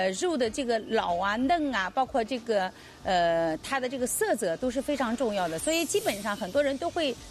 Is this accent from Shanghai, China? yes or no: yes; Shanghai, China; 葱烤大排呢，这个是我们上海人很多人家都喜欢吃的一道菜，在上海每一家每一户人家都会自己做